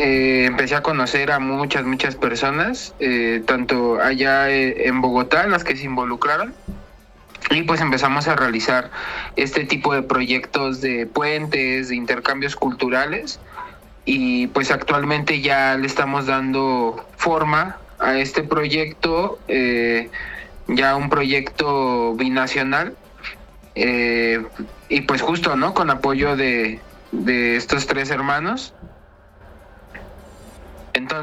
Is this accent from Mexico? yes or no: yes; Mexico; Yo como mexicano